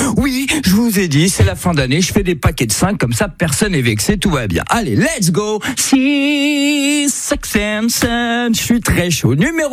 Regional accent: Corsica, France; moi pas du tout, parce que je suis un Corse importé

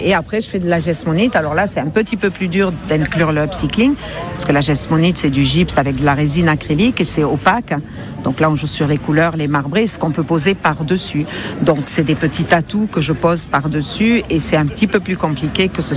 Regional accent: Fontenilles, Occitanie, France; Je suis de Fontenille.

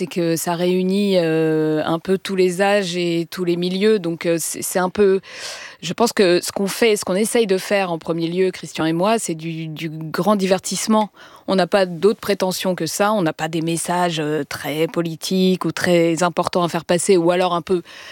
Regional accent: Aix-en-Provence, Provence-Alpes-Côte d'Azur, France; j'avais 19 ans, Et moi, je viens d'Aix-en-Provence

